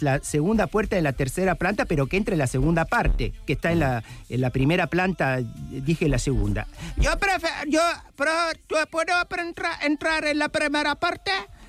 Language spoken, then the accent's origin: Spanish; Argentina; Oiga, que soy argentino, pero no soy tonto.